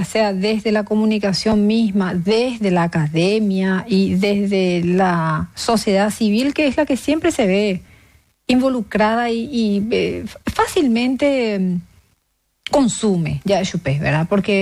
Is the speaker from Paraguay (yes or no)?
yes; Paraguay